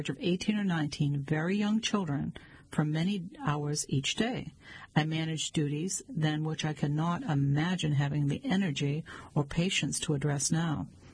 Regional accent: Iowa, United States; now in California, United States; Although I have been a California resident for almost 5 decades, I grew up in the Midwest. I graduated from an Iowa high school in 1967 and completed my college degree at the University of Northern Iowa in 1971.

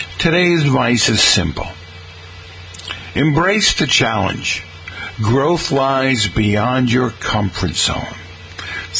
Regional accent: Boston, Massachusetts, United States; a kid growing up in Boston

